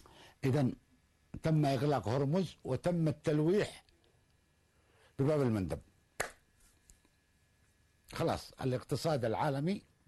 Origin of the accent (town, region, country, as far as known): Yemen